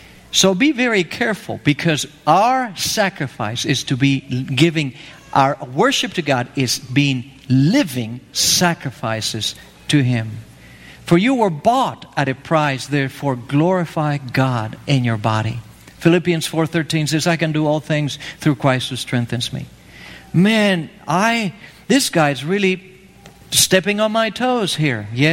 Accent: Argentina; born or raised there; English is a second language; moved away

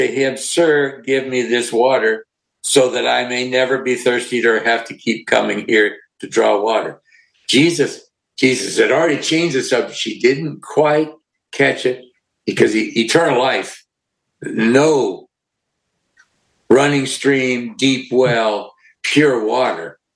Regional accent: Montana, United States; When I was growing up, I grew up in Montana, in a city that I don't recall... I did not know personally a single African-American.

